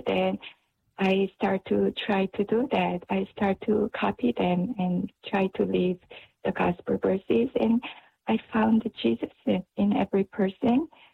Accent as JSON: {"language": "English", "region": "Daegu", "country": "South Korea", "tie": "born or raised there", "said": "the children's gathering in the Focolare movement that was happening in my hometown, Daegu."}